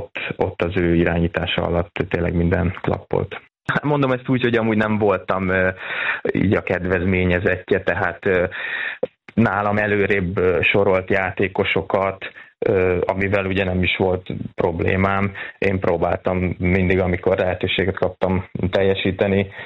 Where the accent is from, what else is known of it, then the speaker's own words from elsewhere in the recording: Somogy, Hungary; én is innen Somogyországból kikerülve magyarként megálltam a helyemet ott Romániába.